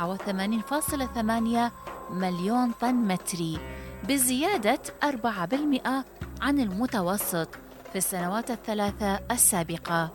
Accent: Basra, Basra Governorate, Iraq; عندنا في البصرة ما يحسدنا عليه سكان بقية المحافظات، الأصبور والزبادي والبرحي وحنة الفاو وحلاوة أبو الخصيب

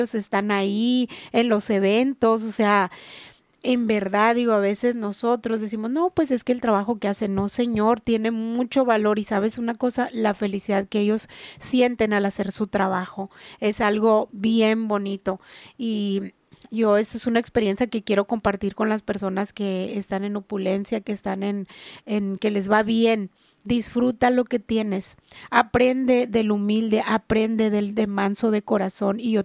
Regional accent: Mexicali, Baja California, Mexico; born there; Yo nací aquí en Mexicali y he vivido experiencias muy hermosas en esta ciudad.

